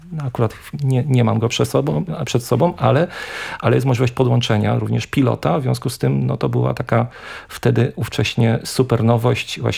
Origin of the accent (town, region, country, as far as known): Łódź, Łódź Voivodeship, Poland